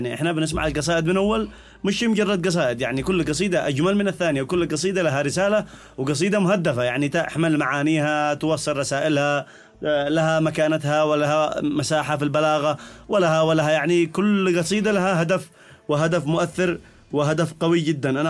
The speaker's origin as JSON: {"language": "Arabic", "country": "Yemen", "said": "إحنا إحنا إحنا في اليمن تقريباً بلد زاخر بالشعراء"}